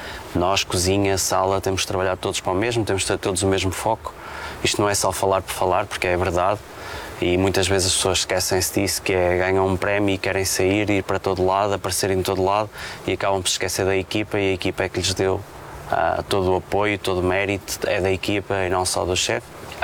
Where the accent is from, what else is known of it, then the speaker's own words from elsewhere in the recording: Porto, Portugal; Sim, eu sou do norte, nasci no Porto, que é completamente o inverso, enquanto o Algarve é o sul, o norte é o Porto. Vivi, trabalhei lá, estudei lá.